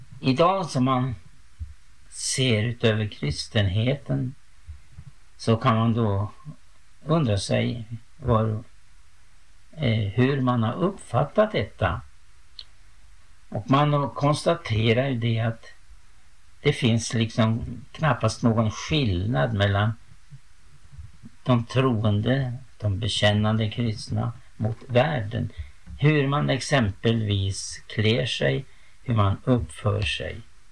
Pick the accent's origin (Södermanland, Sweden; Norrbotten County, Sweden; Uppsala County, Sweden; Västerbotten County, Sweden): Uppsala County, Sweden; moved away; jag reste genom min hembygd på vägen hit. En plats utanför Uppsala där jag uppväxt